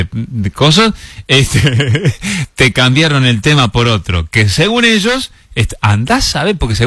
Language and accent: Spanish; Villa María, Córdoba, Argentina; born there; now in Córdoba, Argentina; Sí, Marce, yo nací en Villa María. Hace más tiempo que vivo en Córdoba que viví en Villa María, pero sí, nací ahí.